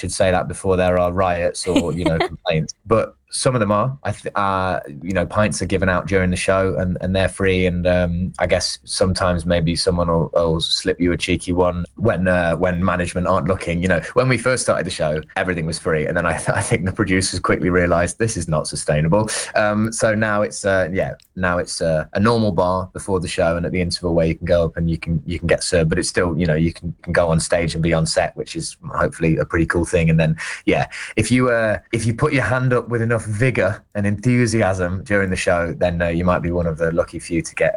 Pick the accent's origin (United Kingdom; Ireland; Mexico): United Kingdom; Nottingham, East Midlands; for it to be back in my hometown for the first time at the theatre where I used to work pulling pints when I was 17